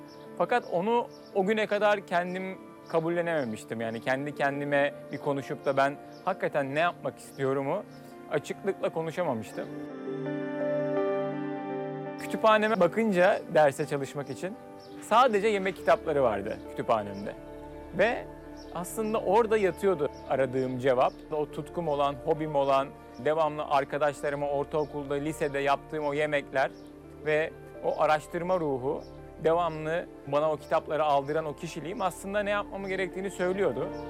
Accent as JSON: {"language": "Turkish", "town": "Izmir", "region": "İzmir", "country": "Turkey", "tie": "born or raised there", "also_born_or_lived": "Italy", "moved": "as an adult", "lives_now": "Urla, Turkey", "said": "İzmir'de doğdum, büyüdüm, İzmirliyim. Kendi köklerime dönmek istedim açıkçası."}